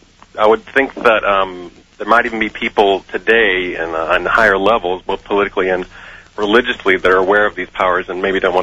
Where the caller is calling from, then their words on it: Glendale, United States; from Glendale.